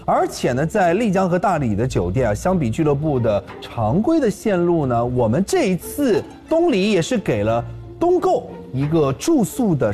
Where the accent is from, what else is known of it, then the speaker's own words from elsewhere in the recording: Shanghai, China; 符合阿拉上海人的口味？